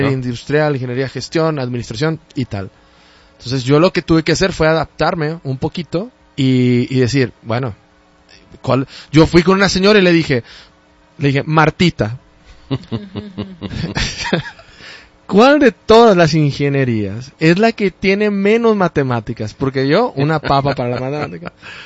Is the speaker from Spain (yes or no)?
no; Agua Prieta, Sonora, Mexico; born there; yo nací en un pequeño pueblo, en medio del desierto.